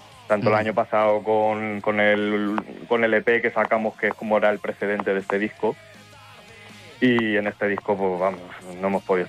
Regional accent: Villardompardo, Andalusia, Spain; Mi pueblo es Villardón Pardo.

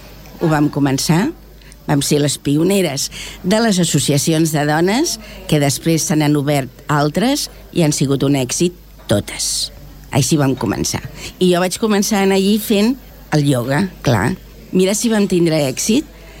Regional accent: Sant Just Desvern, Catalonia, Spain; moved away as an adult; now in Esplugues de Llobregat, Spain; tant el meu marit com jo vam néixer a Cuiblanc. Els nostres pares haguessin volgut que seguíssim visquent a Cuiblanc, però en aquell moment els lloguers allí eren molt, molt alts i els d'aquí estaven molt millor.

